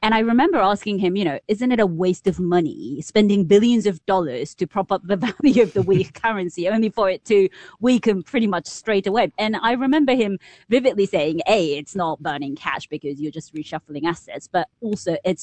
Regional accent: Japan; I mean, firstly, for listeners out there who want to visit my home country, it's great for you because

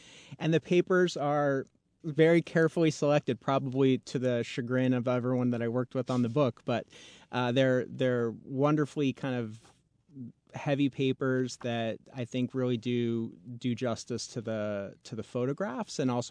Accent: Wyoming, United States; also born or lived in Utah / Arizona; I grew up in Wyoming, Utah, Arizona, you know, big open spaces

